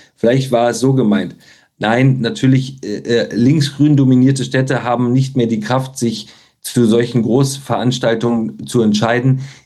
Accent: Hamburg, Germany; Es war mir als Hamburger vollkommen klar

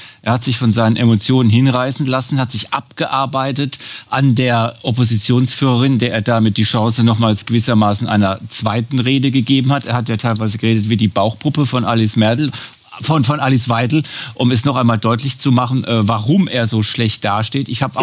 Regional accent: Germany; Ich bin Deutscher, ich bin Staatsbürger.

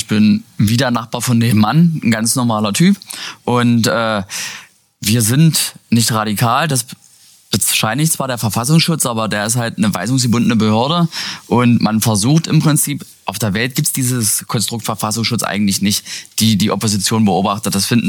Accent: Saxony-Anhalt, Germany; bei uns in Sachsen-Anhalt. Ich komme aus dem Salzlandkreis.

